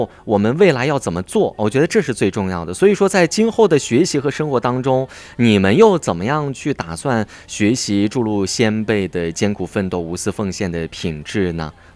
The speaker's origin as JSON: {"language": "Chinese", "region": "Xinjiang", "country": "China", "said": "咱们自己的家乡独山子"}